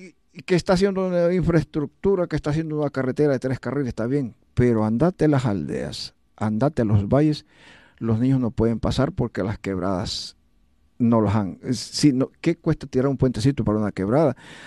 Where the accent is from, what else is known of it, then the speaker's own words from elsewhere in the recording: El Salvador; moved away; Yo soy salvadoreño con orgullo